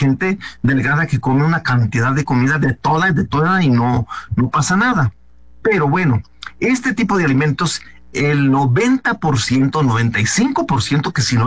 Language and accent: Spanish; Oaxaca, Mexico; born there; Yo soy del estado de Oaxaca y le estaba diciendo que nacimos allá en una parte muy, muy apartada de todo.